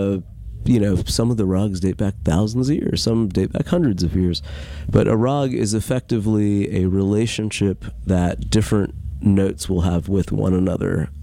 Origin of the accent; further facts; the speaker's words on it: Ahmedabad, Gujarat, India; now in United States; Ahmedabad, that's okay. My hometown.